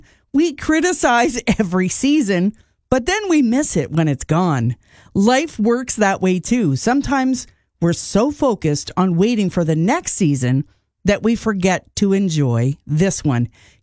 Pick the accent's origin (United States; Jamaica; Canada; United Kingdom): Canada; we're Canadian. It's part of the culture.